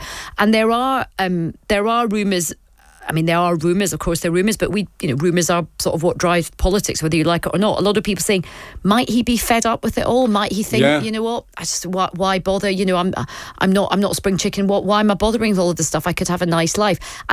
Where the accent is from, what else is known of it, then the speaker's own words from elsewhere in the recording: Scotland, United Kingdom; I say that as a Scot